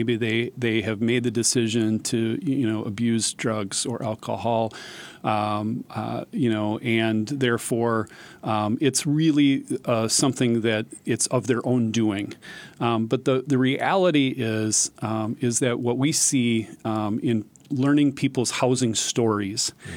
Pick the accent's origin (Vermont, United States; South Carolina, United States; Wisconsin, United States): Wisconsin, United States; Brookfield; So I grew up in Brookfield. I grew up in a home that my parents built in 1960.